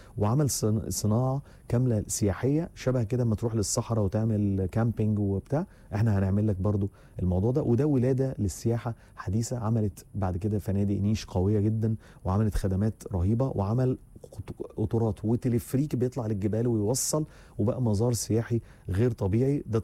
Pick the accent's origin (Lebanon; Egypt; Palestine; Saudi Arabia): Egypt; مواعيدنا كمصريين